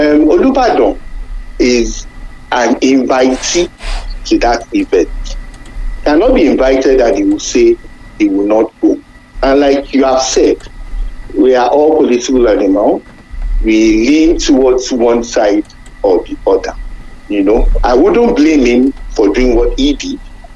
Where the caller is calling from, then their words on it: Ibadan, Oyo, Nigeria; I'm calling from Ibadan.